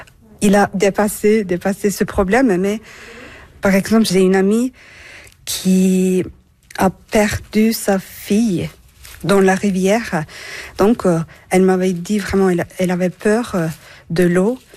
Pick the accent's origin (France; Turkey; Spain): Turkey; French is a second language; now in Switzerland; Alors, je viens de Turquie. Mon histoire, c'est un peu différent que les autres, je crois, mais, parce que je suis venue d'un Irak, donc pas Méditerranée ou pas grec.